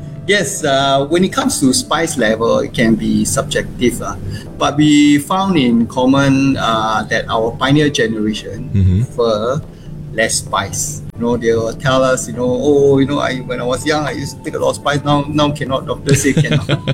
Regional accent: Singapore; We grew up together. We are both from St. Gabriel's, Hougang boys.

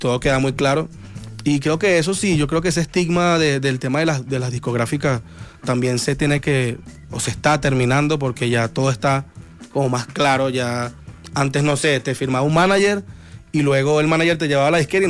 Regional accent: Caracas, Capital District, Venezuela; el de Caricuao.

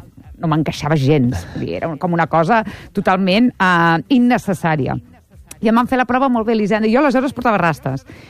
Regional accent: Premià de Mar, Catalonia, Spain; L'última Premià de Mar, a casa meva, al meu poble.

